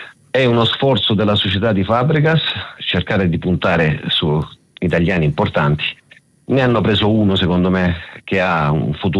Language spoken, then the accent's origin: Italian; Taranto, Apulia, Italy; vorrei fare i complimenti alla mia città natale, Taranto